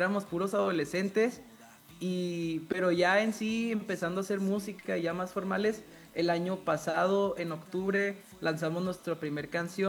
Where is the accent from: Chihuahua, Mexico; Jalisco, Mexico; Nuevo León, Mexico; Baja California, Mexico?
Chihuahua, Mexico; Sí, somos de Chihuahua.